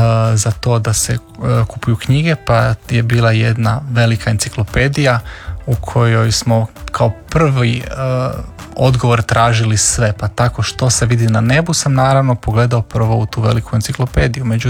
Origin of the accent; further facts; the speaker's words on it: Orebić, Dubrovnik-Neretva County, Croatia; also born or lived in Slovakia; ja sam porijeklom iz Orebića, s Pelješca. Dakle, djetinjstvo sam proveo tamo